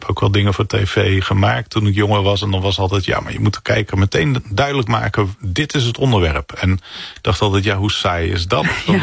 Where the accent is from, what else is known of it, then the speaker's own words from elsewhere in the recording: North Brabant, Netherlands; Ik kom ook uit Brabant